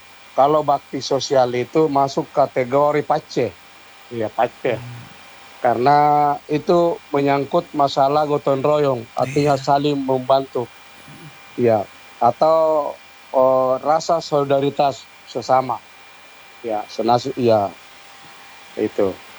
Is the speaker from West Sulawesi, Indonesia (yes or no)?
no; South Sulawesi, Indonesia; Jadi itu tidak benar kalau kita Bugis Makassar itu kau tahu, saya tahu tidak seperti itu. Jadi kalau kita perantau Bugis Makassar